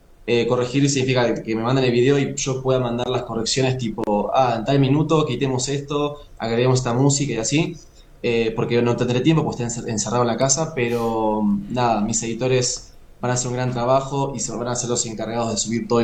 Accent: Uruguay; Empecé en Uruguay, yo soy uruguayo.

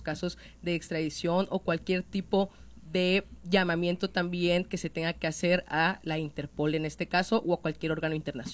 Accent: Mexico; como mexicanas y mexicanos

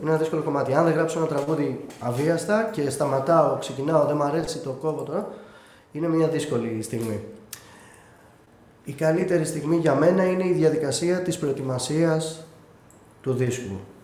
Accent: Crete, Greece; το έχω συνδυάσει με τα παιδικά μου χρόνια στην Κρήτη, που μεγάλωσα με παππούδες, με γιαγιάδες, με τα ξαδέρφια μου, παίζαμε στην αυλή

